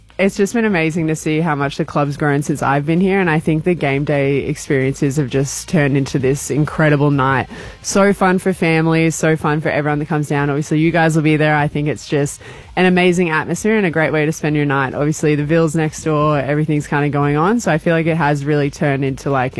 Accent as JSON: {"language": "English", "country": "Germany", "moved": "as an adult", "said": "I'm 32 years old. I'm from Germany"}